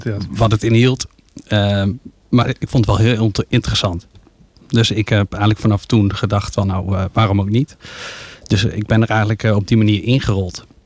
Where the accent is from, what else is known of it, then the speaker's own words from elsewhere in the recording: Hummelo, Gelderland, Netherlands; also born or lived in Keppel; now in Zelhem, Netherlands; ik woon met mijn vrouw en drie kinderen in Zelle. Opgegroeid in Hummelo en Keppel.